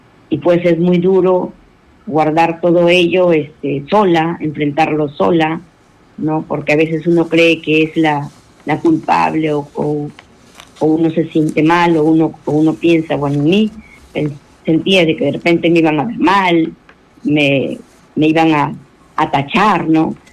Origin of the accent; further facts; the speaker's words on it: Yapatera, Piura, Peru; porque yo he vivido ahí, como te digo, me he criado ahí, he estudiado ahí, y entonces, y queriendo también resaltar y darle ese valor a mi pueblo, ¿no? A mi pueblo afro.